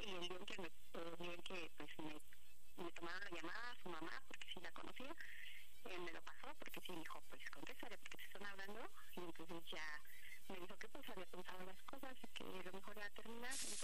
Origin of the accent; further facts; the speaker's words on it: Oaxaca, Mexico; Tengo 38 y soy de Oaxaca.